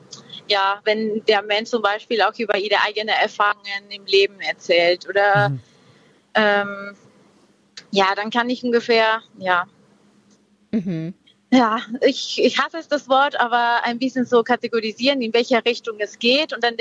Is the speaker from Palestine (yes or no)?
no; north, Peru; komme ursprünglich aus Peru. Ich bin im Norden von Peru aufgewachsen und da gab es sehr viel Natur.